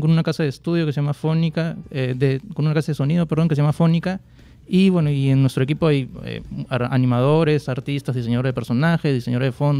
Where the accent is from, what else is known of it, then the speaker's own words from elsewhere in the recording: Peru; somos varios artistas peruanos y en general latinoamericanos